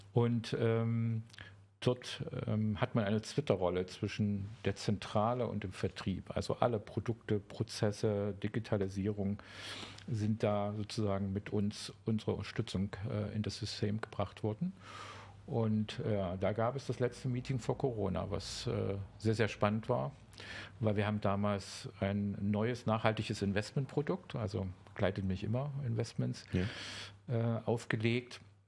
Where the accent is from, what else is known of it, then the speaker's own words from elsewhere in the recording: Dresden, Saxony, Germany; Ich bin zurück in meine Heimat Dresden, also in die Nähe Dresden gegangen.